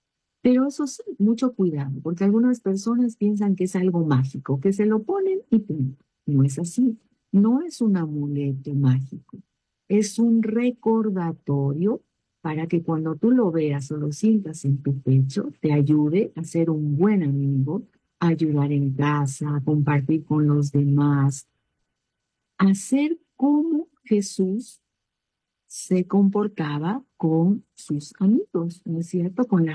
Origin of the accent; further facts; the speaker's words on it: Peru; Decimos, somos peruanos.